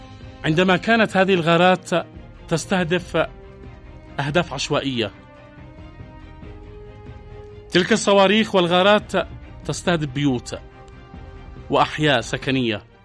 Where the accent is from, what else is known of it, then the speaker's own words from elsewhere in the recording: Yemen; هكذا هو الشعب اليمني، ما حد أكبر منا إلا الله